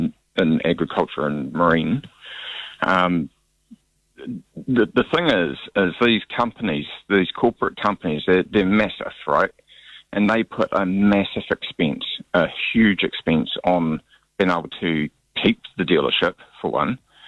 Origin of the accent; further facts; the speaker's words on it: Stewart Island, Southland, New Zealand; I'm from Stewart Island.